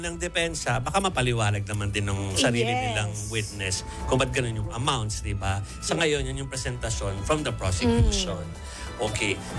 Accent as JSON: {"language": "Tagalog", "town": "Manila", "region": "Metro Manila", "country": "Philippines", "moved": "yes", "lives_now": "Mandaluyong, Philippines", "said": "taga Manila ako, as in Santa Mesa. Pero nag-aaral sa San Juan."}